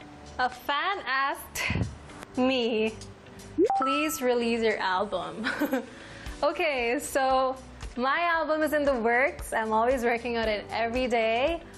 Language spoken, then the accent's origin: English; Philippines; a lot of people think that I'm not from the Philippines, but I actually am. I was born here, I was raised here, so marunong ako mag-Tagalog. Medyo jeje nga ako, actually. So, yeah, I'm not Philam. I'm pure Filipino.